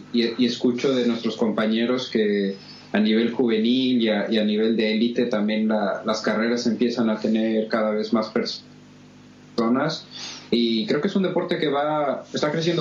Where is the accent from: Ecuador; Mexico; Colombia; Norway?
Mexico; moved away as an adult; now in Barcelona, Spain; yo soy de México